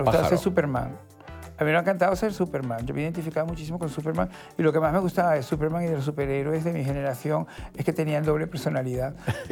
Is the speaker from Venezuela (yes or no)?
yes; Venezuela; now in Spain; Así como yo he triunfado en todos estos años del chavismo, no ha pasado lo mismo con mi país de origen.